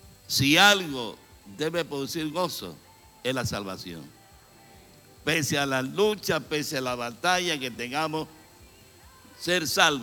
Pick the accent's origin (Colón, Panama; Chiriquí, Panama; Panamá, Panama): Chiriquí, Panama; Progreso; moved away; nos vamos para Progreso, para mi pueblo